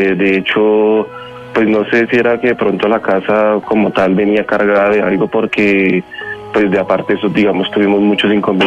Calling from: Bogotá, Colombia; De aquí, Bogotá.

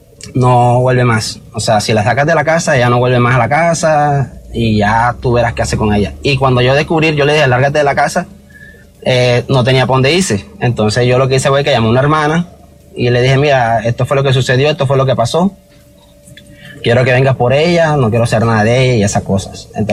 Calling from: Caribbean coast, Colombia; porque yo soy costeño, ella es paisa

